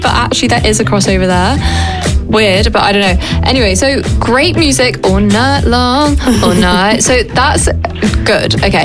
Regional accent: London, United Kingdom; I'm born and raised in West London, literally around the corner from this station.

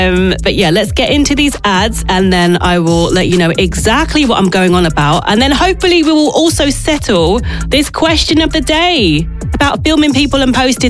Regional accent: London, United Kingdom; being a Londoner, I am all for it.

